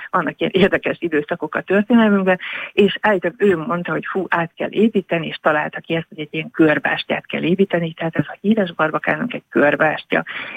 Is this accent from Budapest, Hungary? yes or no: no; Pécs, Baranya, Hungary; nyilván pécsiként azt mondom, hogy még annál is szebb és izgalmasabb